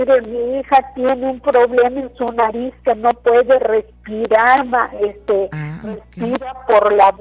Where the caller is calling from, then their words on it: Soto La Marina, Tamaulipas, Mexico; De Soto La Marina, México.